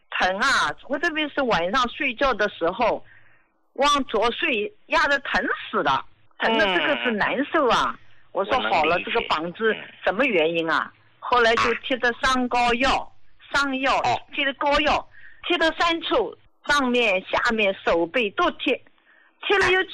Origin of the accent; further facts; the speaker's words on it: Jiangsu, China; 我今年73岁。我是江苏的